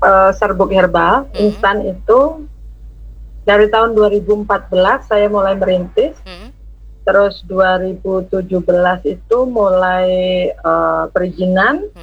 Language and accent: Indonesian; Java, Indonesia; moved away as an adult; now in Tanah Laut, Indonesia; Jadi saya tinggal di sini mulai tahun 2010. Okay. Asalnya dari Jawa.